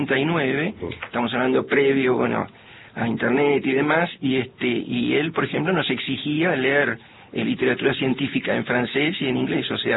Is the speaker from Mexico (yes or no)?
no; Mar del Plata, Buenos Aires Province, Argentina; Yo nací en La Plata. Mi familia se trasladó inmediatamente a Mar del Plata, ahí transcurrió mi niñez, mi adolescencia, egresé del Colegio Nacional Mariano Moreno de Mar del Plata